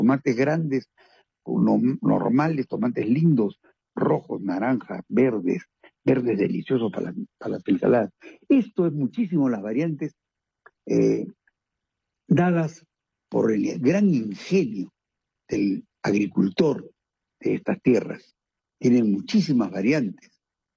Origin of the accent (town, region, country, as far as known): Peru; now in southern Italy